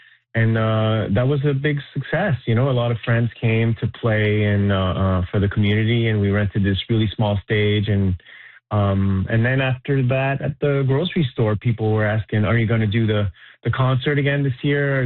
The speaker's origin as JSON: {"language": "English", "town": "Montreal", "region": "Quebec", "country": "Canada", "tie": "born or raised there", "lives_now": "Morin-Heights, Canada", "said": "I'm from Montreal, born and raised, and then we moved to Moreton Heights 17 years ago."}